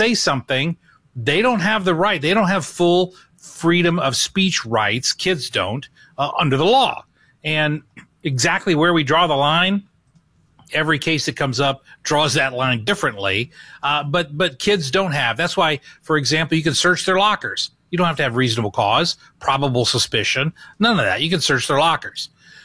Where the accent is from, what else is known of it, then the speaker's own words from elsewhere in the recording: West Frankfort, Illinois, United States; When I was 12, growing up in West Frankfort, Illinois